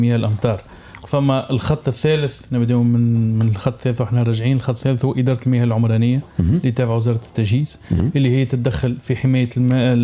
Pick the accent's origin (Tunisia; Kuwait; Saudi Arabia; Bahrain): Tunisia; احنا عندنا في تونس